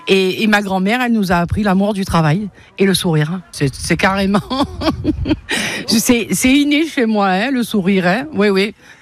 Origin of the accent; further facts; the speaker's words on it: Toulon, Provence-Alpes-Côte d'Azur, France; Mais sinon, je suis de Toulon, oui, toulonnaise.